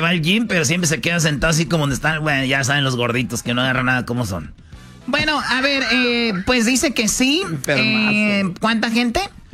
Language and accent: Spanish; Jalisco, Mexico; Soy de los Altos Jalisco, del estado. Y de la región más conservadora de México, si no sabías, ¿ok?